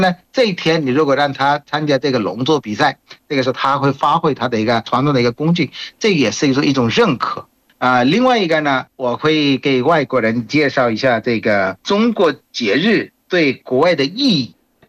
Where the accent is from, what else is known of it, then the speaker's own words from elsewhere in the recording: Bangladesh; Chinese is a second language; 是广西有个很漂亮的民族，跟我们那个孟加拉的游牧民一样的，他是生活在船上面